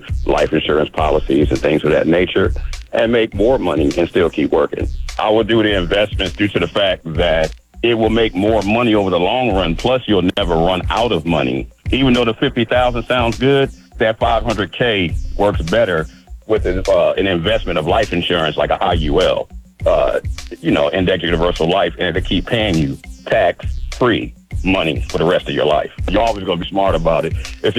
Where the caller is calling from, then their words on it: Atlanta, Georgia, United States; I'm calling from Atlanta.